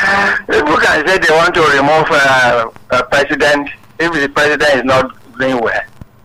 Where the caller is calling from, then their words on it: Osun, Nigeria; I'm from Ocean State.